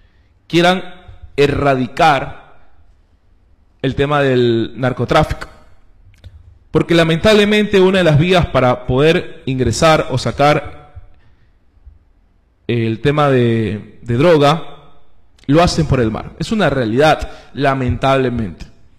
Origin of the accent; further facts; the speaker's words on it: Manta, Manabí, Ecuador; Quienes somos originarios de Manta